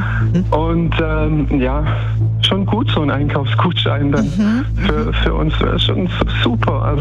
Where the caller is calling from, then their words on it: Ludwigsburg, Baden-Württemberg, Germany; Aus Ludwigsburg